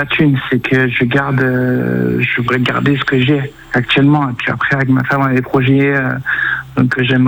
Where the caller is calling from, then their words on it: Marseille, Provence-Alpes-Côte d'Azur, France; moi, je suis à Marseille.